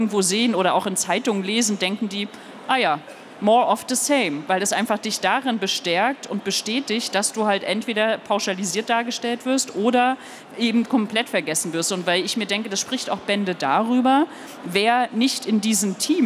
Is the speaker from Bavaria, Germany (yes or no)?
no; Rostock, Mecklenburg-Vorpommern, Germany; born there; wo ich als gebürtige Rostockerin sage